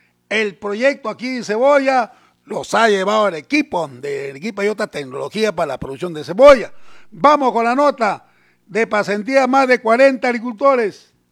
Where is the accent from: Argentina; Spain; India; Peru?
Peru; Ilabaya, Tacna; en mi tierra, ya no se llama Hilabaya